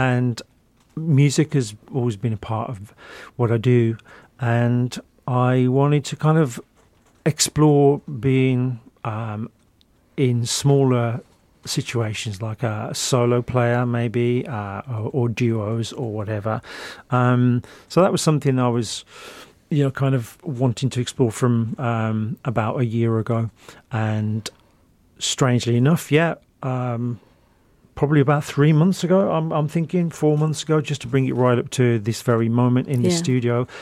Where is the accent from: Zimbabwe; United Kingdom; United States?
United Kingdom; West Midlands; born or raised there